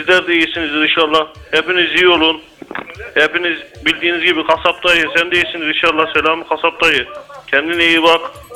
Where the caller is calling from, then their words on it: Nazilli, Aydın, Turkey; ben Nazilli Açık'tan arıyorum